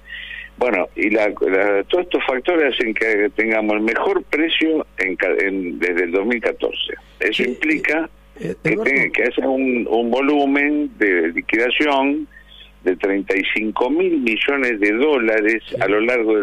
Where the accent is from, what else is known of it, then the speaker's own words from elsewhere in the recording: Santa Fe, Argentina; born there; now in Rosario, Argentina; Tengo asiento en Rosario y en J. de Molina, que es mi pueblo, en el taco de la bota de la provincia de Santa Fe